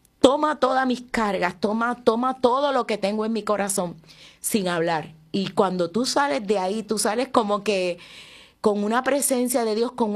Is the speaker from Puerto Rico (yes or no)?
yes; Puerto Rico; Claro que sí, y Puerto Rico, ¿verdad? Porque esta es nuestra casa, la casa de todos